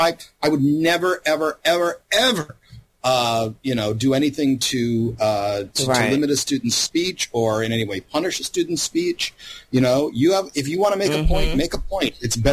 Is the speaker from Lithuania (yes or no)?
no; Louisiana, United States; I grew up mostly in Louisiana.